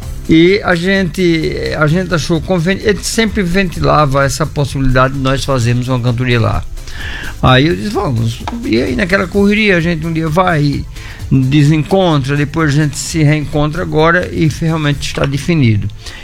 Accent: Rafael Godeiro, Rio Grande do Norte, Brazil; esteve em Rafael Godeiro, também minha terra

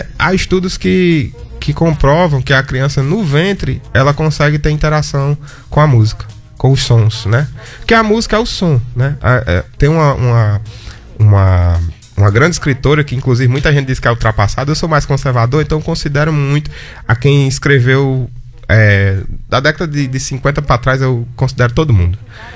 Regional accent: Grossos, Rio Grande do Norte, Brazil; Sou de Grossos.

